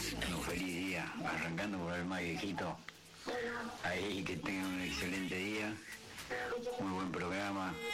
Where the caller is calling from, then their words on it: Mencué, Río Negro, Argentina; nosotros estamos a 120 kilómetros y acá en Mencué fue 17 bajo cero.